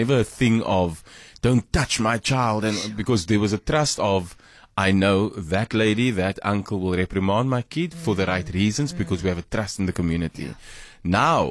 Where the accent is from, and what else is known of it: Malmesbury, Western Cape, South Africa; born or raised there